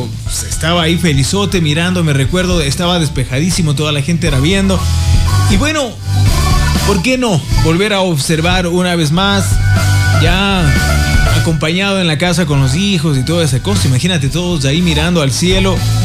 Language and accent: Spanish; Ecuador; nosotros como ecuatorianos